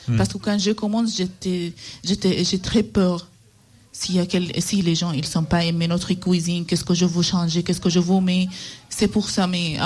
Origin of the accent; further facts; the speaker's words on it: Syria; French is a second language; moved away as an adult; now in Valence, France; Je viens de Syrie.